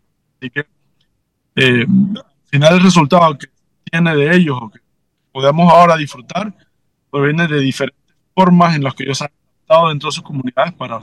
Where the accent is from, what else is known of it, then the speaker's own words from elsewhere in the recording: Chitré, Herrera, Panama; que soy de Chitré